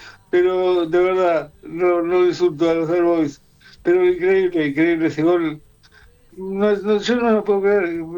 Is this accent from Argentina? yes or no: yes; Argentina; now in Spain; Soy argentino